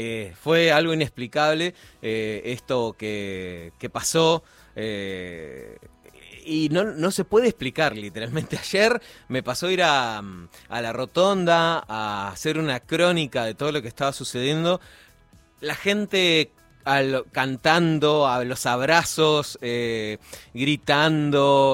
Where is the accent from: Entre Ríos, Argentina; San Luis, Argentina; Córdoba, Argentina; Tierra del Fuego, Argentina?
Tierra del Fuego, Argentina; Río Grande; todo lo que vivimos en el día de ayer como riograndenses